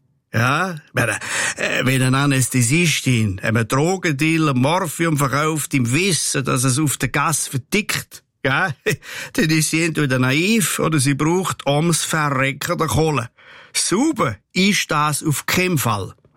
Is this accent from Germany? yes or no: no; Switzerland